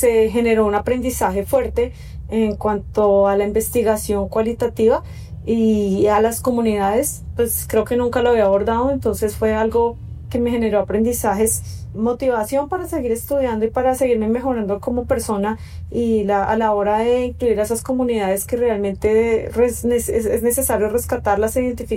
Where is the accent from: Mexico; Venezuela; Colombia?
Colombia; Bogotá; also born or lived in Fusagasugá; Soy una mujer que ha vivido casi toda su vida acá en la ciudad de Bogotá. Yo nací en Fusagasugá, pero he vivido en Bogotá gran parte de mi tiempo